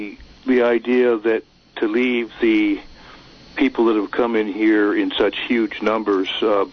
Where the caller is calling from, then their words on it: Castro Valley, California, United States; Castro Valley.